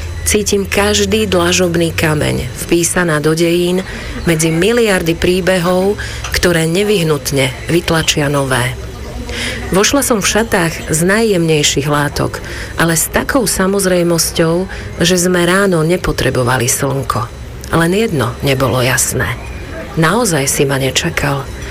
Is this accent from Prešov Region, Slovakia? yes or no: yes; Prešov, Prešov Region, Slovakia; now in Ružomberok, Slovakia; tak vždy napíšem Prešovčiarka Ružomberok, aby to tam teda bolo, lebo stále som Prešovčanka, to sa nedá.